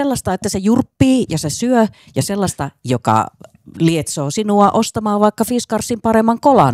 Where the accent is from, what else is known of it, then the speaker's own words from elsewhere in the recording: Kainuu, Finland; Mä oon kainuulainen, jotka on tunnettuja kateudestaan.